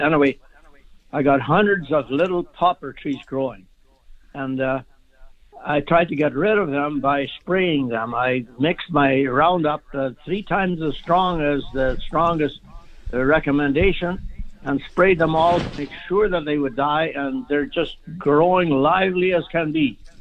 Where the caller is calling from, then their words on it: Landmark, Manitoba, Canada; Landmark, Manitoba.